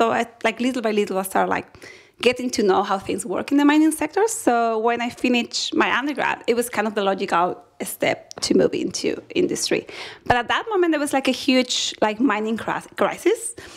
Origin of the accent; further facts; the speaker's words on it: Chile; now in Tasmania, Australia; growing up in Chile, so I'm half Chilean, half Argentinian, so I was always flying around the Andes.